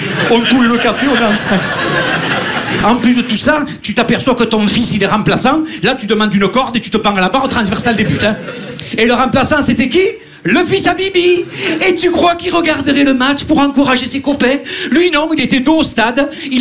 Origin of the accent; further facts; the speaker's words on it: Marseille, Provence-Alpes-Côte d'Azur, France; accent: Marseille; on entend mon accent à chaque fois, on me parle de foot à Paris. Ah, Marseillais, ici c'est Paris